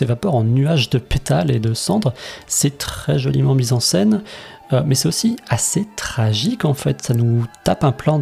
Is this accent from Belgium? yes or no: no; France; en tant que Français